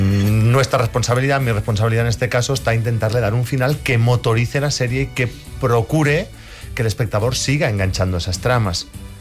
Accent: Valencian Community, Spain; Yo estaba para coger la AVE Valencia, soy valenciano, ¿mm?

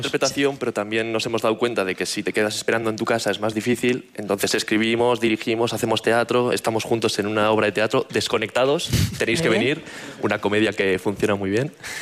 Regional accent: Bilbao, Basque Country, Spain; Yo soy de Bilbao, el de Baracaldo, y nos juntamos en un curso actoral y ya amigos.

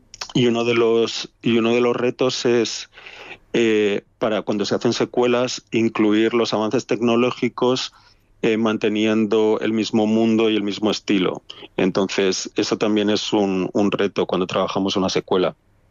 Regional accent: Madrid, Community of Madrid, Spain; Entonces, yo soy de Madrid y acabé en San Francisco trabajando en Pixar y en Nueva York en Blue Sky.

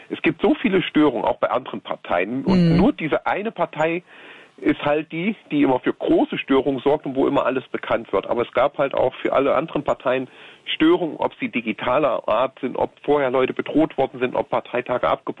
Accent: Erfurt, Thuringia, Germany; ich komme aus Erfurt und wir wissen beide, was dann in Erfurt an diesem Wochenende hier los ist.

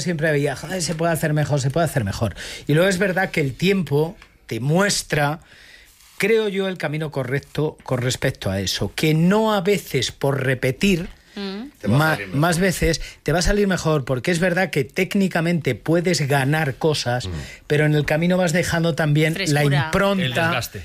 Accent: Montiel, Castilla-La Mancha, Spain; moved away; yo recuerdo por qué salí, cuando salí de Montiel, mi pueblo y el vuestro, a partir de ahora, yo salí a jugar.

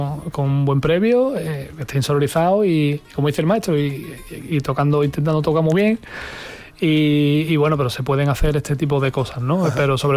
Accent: Huelva, Andalusia, Spain; now in Seville, Spain; yo soy de Huelva, sí, pero bueno, por la cercanía con Sevilla y porque ya llevo más de media vida viviendo en Sevilla.

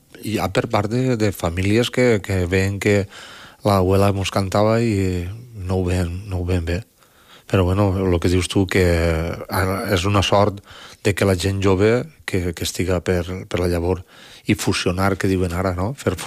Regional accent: Xàtiva, Valencian Community, Spain; un altre de Xàtiva, del meu poble, no, de la meva ciutat. Jo soc de ciutat.

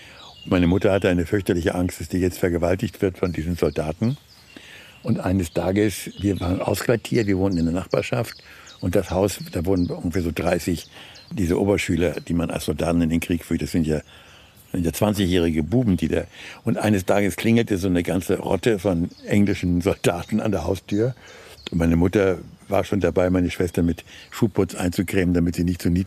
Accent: Bremen, Germany; dass ich bin in der Kirchbachstraße aufgewachsen und anschließend ist das Stadtviertel Haßstedt.

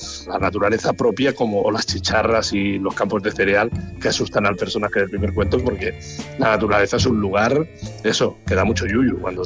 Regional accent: Barcelona, Catalonia, Spain; yo soy de Barcelona

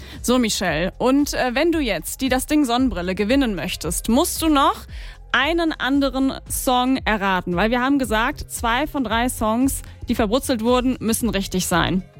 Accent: Aschaffenburg, Bavaria, Germany; und ich komme auch aus Aschaffenburg.

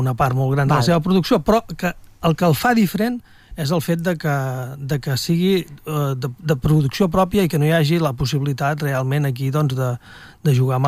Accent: Catalonia, Spain; Som catalans

